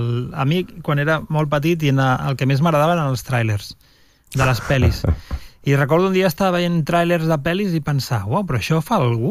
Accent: L'Hospitalet de Llobregat, Catalonia, Spain; also born or lived in Barcelona; vaig anar a viure a l'Hospitalet, que és on vaig créixer. I amb la identitat dividida, perquè jo dormia a l'Hospitalet

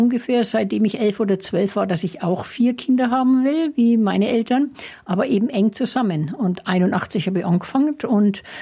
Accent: Schwabach, Bavaria, Germany; born or raised there; also born or lived in Kelheim

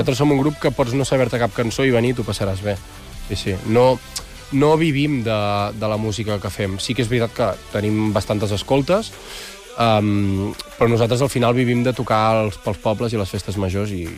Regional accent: Navàs, Catalonia, Spain; Soc de Navàs, que és al costat de... Bueno, està al costat de Santpedor també i de Manresa, està per allà a la zona.

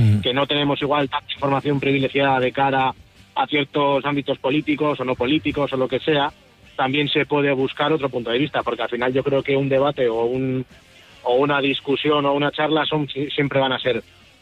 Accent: Portugalete, Basque Country, Spain; me refiero a que yo soy de Portugalete

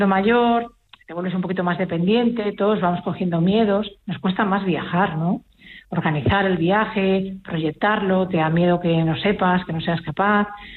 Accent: Galicia, Spain; Los gallegos acuden, como gallega que soy

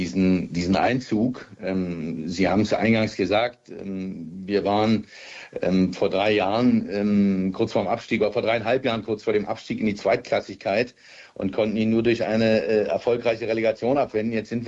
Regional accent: Berlin, Germany; moved away as an adult; now in Stuttgart, Germany; Ich bin in der Zeit in Berlin aufgewachsen. Ich wurde gerade volljährig.

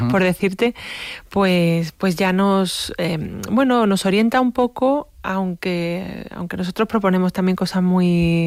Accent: Málaga, Andalusia, Spain; Pues soy malagueña uh-huh. Y he veraneado en Málaga

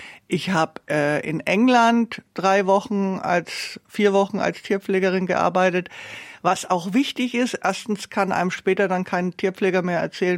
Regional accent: Nuremberg, Bavaria, Germany; born there; Also genau, Nürnberg.

